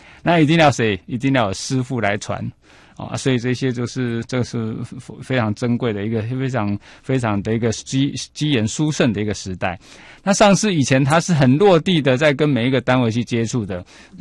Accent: Taiwan; 那今天同样道理，就是说在这个我们台湾这边道运如何来参国运？

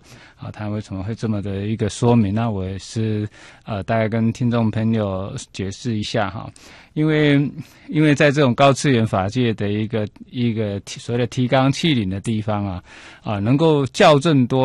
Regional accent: Taiwan; 我们台湾这边

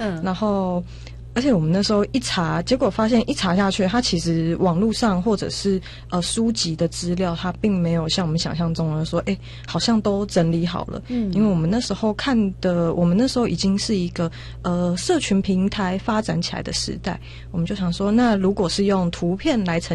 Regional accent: Taiwan

